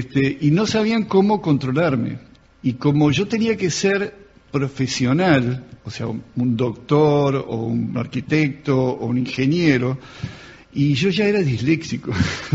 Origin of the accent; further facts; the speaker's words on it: Montevideo, Uruguay; also born or lived in Mexico; Yo soy montevideano. Tengo pinta del interior, pero esa es una personalidad que me la dio México, más que nada.